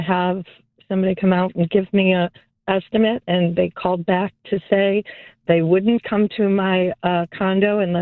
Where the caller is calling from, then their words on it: Chicago, Illinois, United States; I live in Chicago and I've lived in my condo for a couple, 20 years, couple decades.